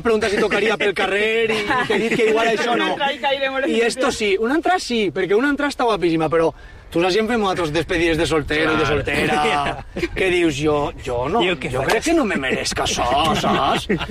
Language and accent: Catalan; Valencian Community, Spain; accent: Valencian; first language Valencian; De que jo no concebís la meva vida si no la fera en valencià.